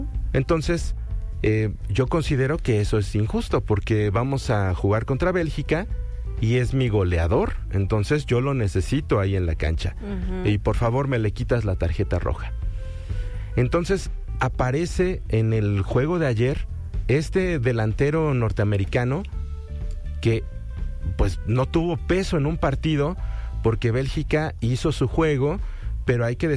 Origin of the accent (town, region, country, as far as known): Mexico